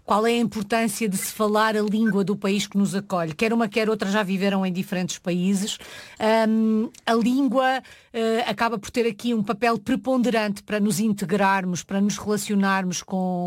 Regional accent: Northern Portugal, Portugal; Não sendo minhota, estou quase lá. Também sou uma mulher do norte

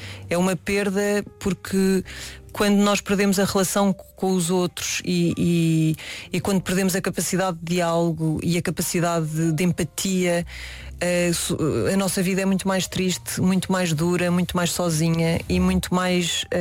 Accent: Alentejo, Portugal; eu como eu sou alentejana, para mim seria quase ridículo imaginar um filme feito por atores no Alentejo a fingir que eram alentejanos.

